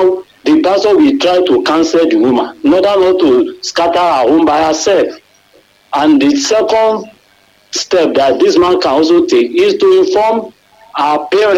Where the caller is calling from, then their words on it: Oluwo, Nigeria; I'm calling from Oluwo.